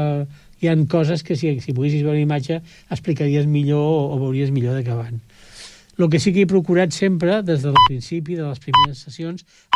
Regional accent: Barcelona, Catalonia, Spain; moved away as an adult; jo vaig marxar de Barcelona l'any 74, quan em vaig casar.

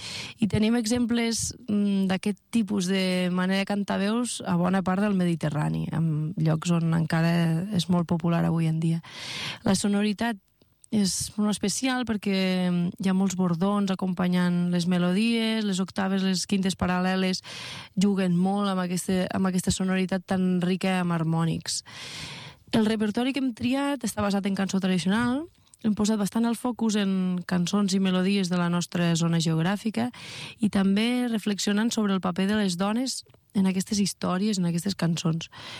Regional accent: Catalonia, Spain; Som tres noies de la Plana de Lleida, l'Aranxa Broto, la Núria García i jo mateixa

